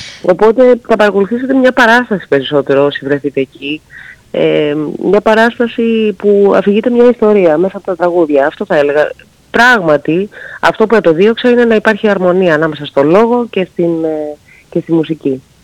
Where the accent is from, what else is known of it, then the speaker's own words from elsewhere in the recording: Zakynthos, Ionian Islands, Greece; Εγώ είμαι από τη Ζάκυνθο, ναι, ναι.